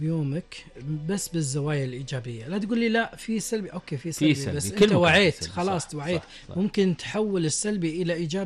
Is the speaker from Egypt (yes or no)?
no; Kuwait; إحنا كشباب كويتيين